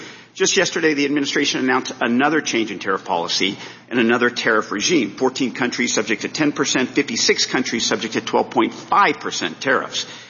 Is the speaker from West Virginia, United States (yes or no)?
no; Carmel Valley, California, United States; Look, as you heard, I hail from Carmel Valley, the place I grew up. Place my Italian immigrant grandfather settled, thank God.